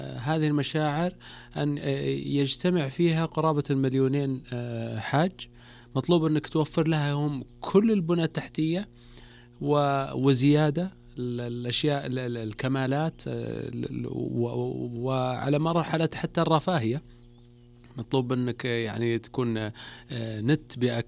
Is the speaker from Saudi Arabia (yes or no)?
yes; Saudi Arabia; نحن كسعوديين متشرفين ومعتزين ورافعين روسنا